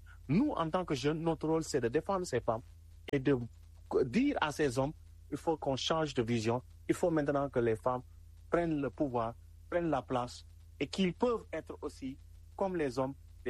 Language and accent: French; Senegal; nous sommes des hommes, nous sommes des Africains, nous sommes des Sénégalais.